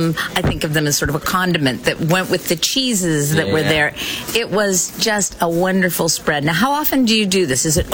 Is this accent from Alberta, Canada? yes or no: no; Niagara, Ontario, Canada; I'm from Ontario. From Niagara.